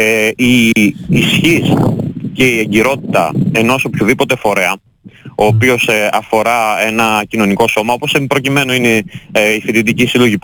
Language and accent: Greek; Amfilochia, Western Greece, Greece; Είμαι από την Αμφιλοχία, της Οδοκαρνανίας.